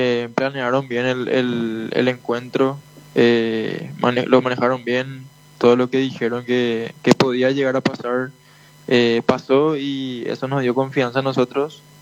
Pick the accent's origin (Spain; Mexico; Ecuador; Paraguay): Paraguay; Lambaré, Central